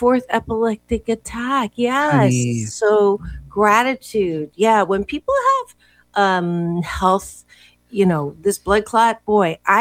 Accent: Kitchener-Waterloo, Ontario, Canada; born there; I was born in Kitchener-Waterloo, Jennifer. And so we had to learn French until second grade. It was mandatory.

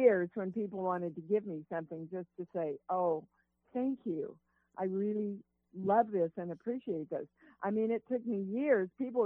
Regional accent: Kansas, United States; I come from Kansas.

